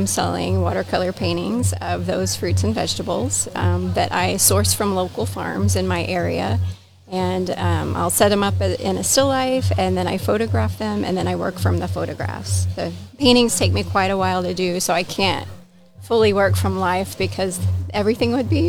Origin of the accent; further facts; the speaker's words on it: Warrenton, Missouri, United States; I am from Missouri, Warrenton, Missouri, so it's about an hour west of St. Louis.